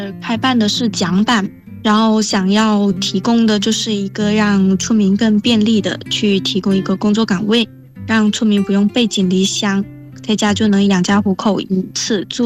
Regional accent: Hainan, China; 我们的家乡都有漂亮的河道

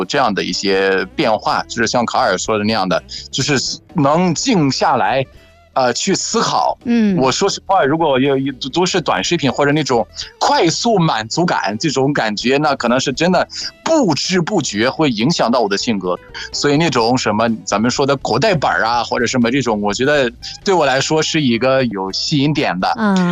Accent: Egypt; 苏克莱斯的穆斯特梅因，

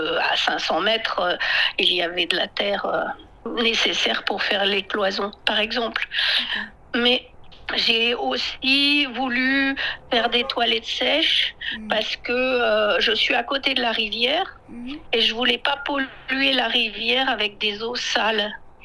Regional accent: France; parce que près de ma région d'origine en France, il y a aussi des maisons en terre battue.

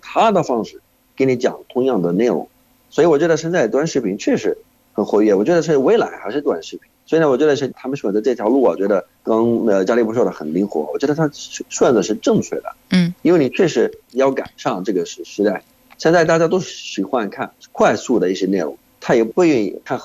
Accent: Jordan; Chinese is a second language; 我是来自约旦的

